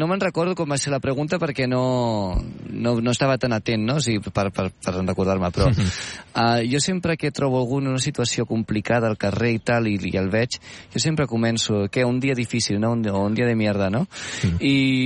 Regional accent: Barcelona, Catalonia, Spain; Sí, jo sóc de Sant Andreu.

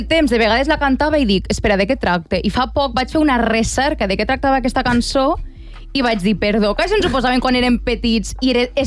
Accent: Catalonia, Spain; els catalans ja venim emocionalment preparats per a aquestes coses.

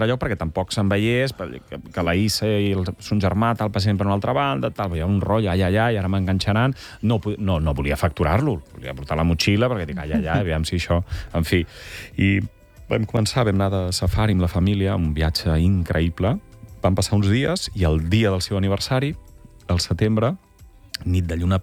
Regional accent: Altafulla, Catalonia, Spain; al meu poble, Altafulla, petitet

